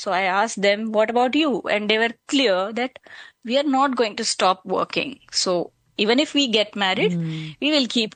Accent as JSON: {"language": "English", "town": "Mumbai", "region": "Maharashtra", "country": "India", "tie": "born or raised there", "said": "First of all, being a city girl, I'm born and brought up in Mumbai. So there are very, very few stars that we get to see from Mumbai."}